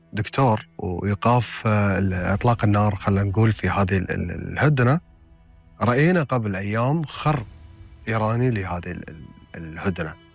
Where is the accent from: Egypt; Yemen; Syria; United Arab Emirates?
United Arab Emirates